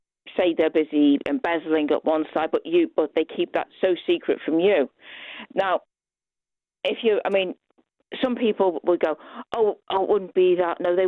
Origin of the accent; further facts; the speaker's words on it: Liverpool, North West England, United Kingdom; I'm from Liverpool and we are a bit suspicious bunch at the best of times.